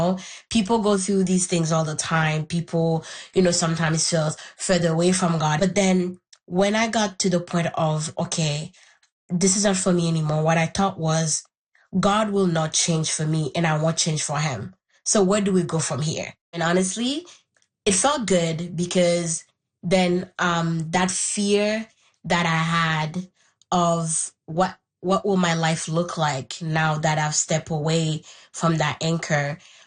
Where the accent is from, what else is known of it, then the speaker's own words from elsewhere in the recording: Haiti; first language Haitian Creole; English is a second language; I grew up in Haiti. My first language is Haitian Creole. My grandma also only speaks Haitian Creole, so we've only have conversation in that language.